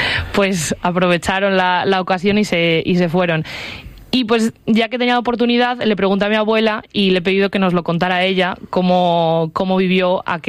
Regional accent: Villafranca del Bierzo, Castile and León, Spain; como soy de Villafranca, pues obviamente siempre me han hablado de aquellas manifestaciones y protestas cuando se intentó hacer el trasvase del río Burbia

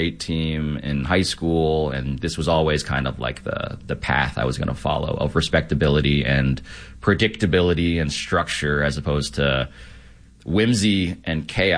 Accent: New York City, New York, United States; Again, I'm from New York City, did not know what crew was

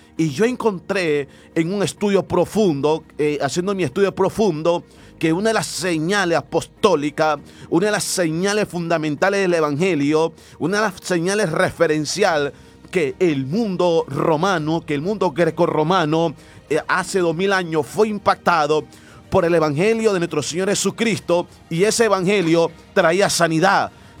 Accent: Nicaragua; allá en Nicaragua, en mi país, se le llaman mosca.

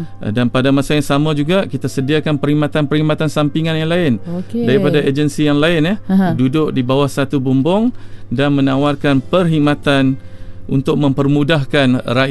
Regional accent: Kedah, Malaysia; Bukanlah sebab saya asal orang Kedah, kita buat program ni kat Kedah.

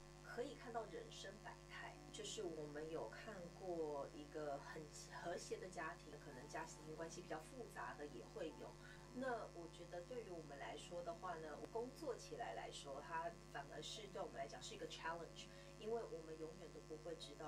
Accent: Australia; also born or lived in Taiwan; 我是台湾出生但是在澳洲长大的

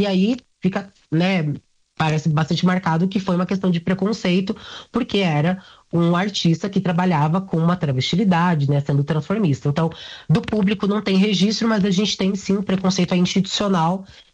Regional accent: Rio Grande do Sul, Brazil; E aí, qual é engraçado para mim? Eu sou gaúcho.

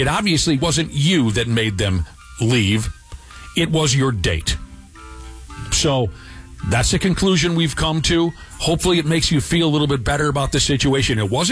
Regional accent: Minnesota, United States; So you Minneapolis kids drove into my hometown.

